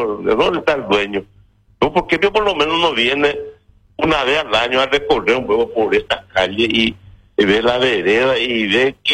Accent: Paraguay; No, eso es la municipalidad, así como somos también los paraguayos.

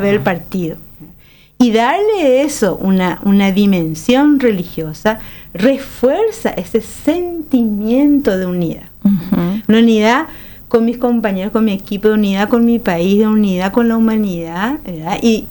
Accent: Paraguay; el fútbol fue un proyecto común para nosotros como paraguayos y paraguayas

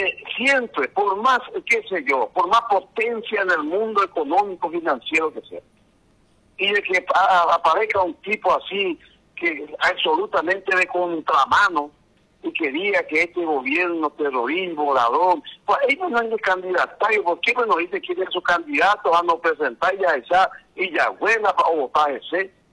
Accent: Paraguay; Y yo como paraguayo y como hijo de guerrero de la guerra del Chaco estoy orgulloso.

